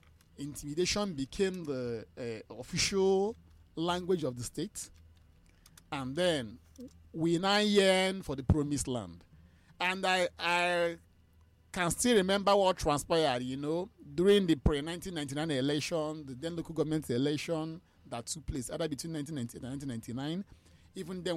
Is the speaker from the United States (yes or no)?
no; Nigeria; as a father, as a Nigerian